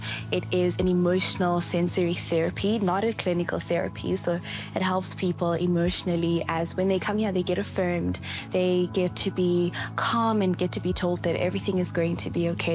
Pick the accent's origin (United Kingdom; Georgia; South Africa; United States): South Africa; first language Zulu; English is a second language; I've never heard it in my mother tongue. I've never heard it in a South African language.